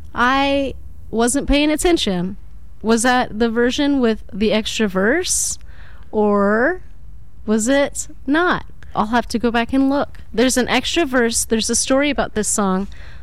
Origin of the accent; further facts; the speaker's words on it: San Marcos, Texas, United States; also born or lived in Martindale, Texas / Wimberley, Texas / Austin, Texas; now in Lockhart, United States; I've had some previous hometowns. You know, I grew up in San Marcos. My house was in Martindale. Did a little time in Wimberley, mm-hmm. and in Austin